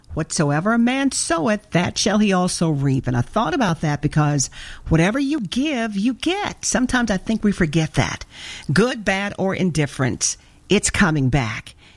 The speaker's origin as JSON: {"language": "English", "region": "Arkansas", "country": "United States", "tie": "born or raised there", "said": "I remember growing up in Arkansas, my mom, we had gardens everywhere"}